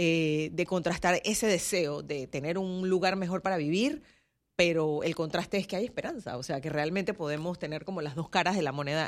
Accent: Panama

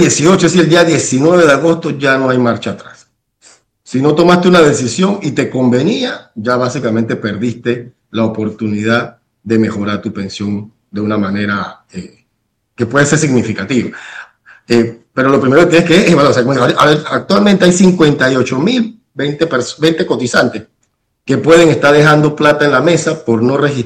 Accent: Panama; somos panameños

